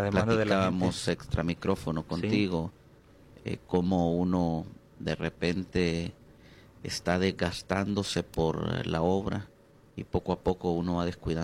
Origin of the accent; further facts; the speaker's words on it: Tegucigalpa, Francisco Morazán, Honduras; Soy originario de Honduras, nací en Tegucigalpa.